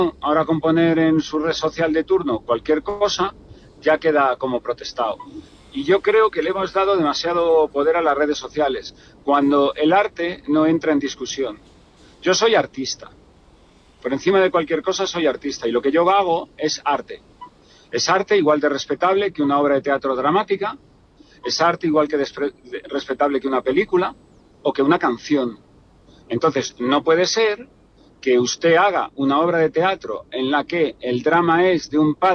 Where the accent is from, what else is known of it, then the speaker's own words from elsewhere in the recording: Galicia, Spain; en mi tierra, además en Galicia.